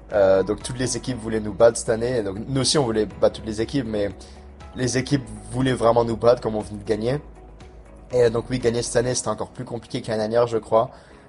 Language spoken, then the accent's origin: French; Port Vila, Shefa, Vanuatu; moved away as an adult; now in Buffalo, United States; j'ai grandi à Port-Vila